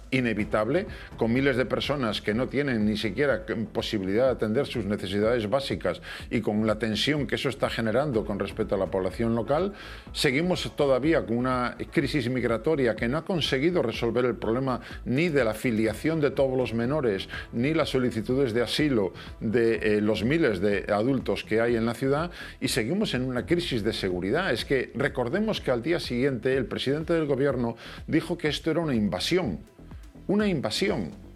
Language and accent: Spanish; Spain; porque creo que todos los españoles pensamos que Ceuta y Melilla efectivamente son españolas.